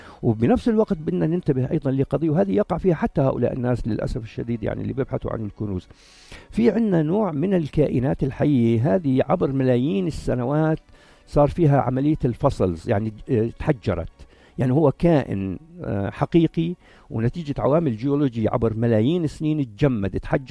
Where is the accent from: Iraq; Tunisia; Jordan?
Jordan; اللي موجود عندنا بالأردن كثير مزور بالمناسبة